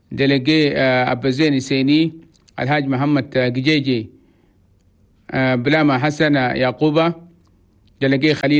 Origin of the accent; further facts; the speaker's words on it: Chad; وخاصة في صباحنا بلدنا تشاد، نقول لكم مساء الخير من الإذاعة الوطنية